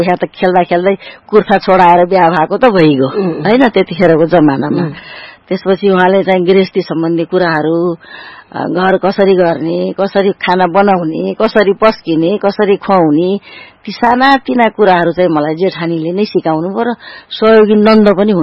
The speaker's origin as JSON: {"language": "Nepali", "town": "Ghordaura", "region": "Bagmati", "country": "Nepal", "tie": "born or raised there", "also_born_or_lived": "Bharatpur", "said": "मेरो जन्म 2017 साल असोज दशैंको अष्टमीको दिन भरतपुर भन्नाले घोरदौरा हो मेरो जन्म भएको। घोरदौरामा म जन्मिए। मेरो बाल्यकाल कहिले घोरदौरा कहिले भरतपुर गर्दै बित्यो।"}